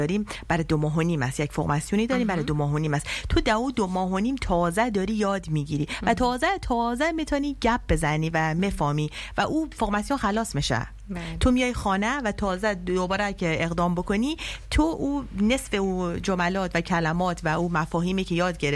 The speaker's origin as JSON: {"language": "Persian", "country": "Iran", "tie": "born or raised there", "moved": "as an adult", "lives_now": "France", "said": "کلا ما در ایران در دنیا آمدیم و بزرگ شدیم،"}